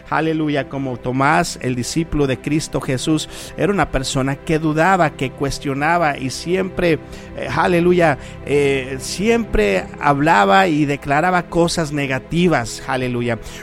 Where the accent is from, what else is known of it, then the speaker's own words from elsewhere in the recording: McAllen, Texas, United States; Nosotros vivíamos en McAllen, nacimos ahí en McAllen y viajábamos hasta Weslaco